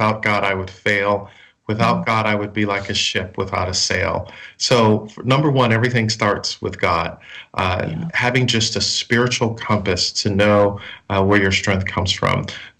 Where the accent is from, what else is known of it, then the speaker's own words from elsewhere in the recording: Buffalo, New York, United States; When I was 14 years of age, growing up in Buffalo, New York, I was playing basketball across the street from the house where I lived with my parents.